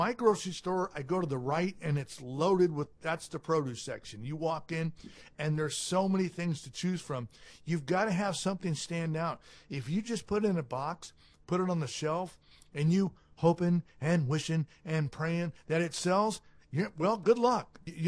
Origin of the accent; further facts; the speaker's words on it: Italy; English is a second language; now in United States; I'm a little jealous of Michael because he's in Italy right now, my home country, and walnuts are on fire.